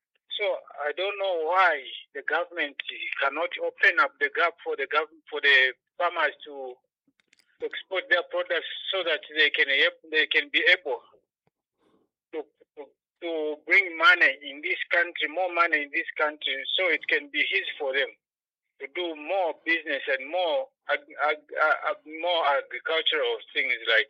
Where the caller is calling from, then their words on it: Solwezi, North-Western Province, Zambia; calling from Sorezi.